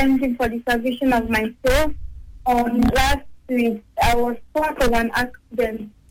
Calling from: Akala, Nigeria; I'm calling from Akala.

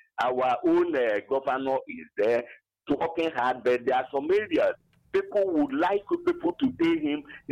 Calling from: Nigeria; I'm calling from Abapani.

